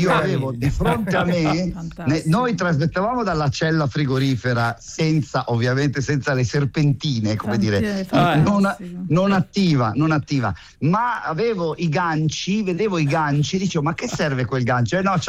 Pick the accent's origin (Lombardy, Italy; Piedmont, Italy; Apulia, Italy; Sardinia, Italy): Lombardy, Italy; San Donato Milanese; io vengo da Metanopoli, sono un figlio del proprio del cane a sei zampe.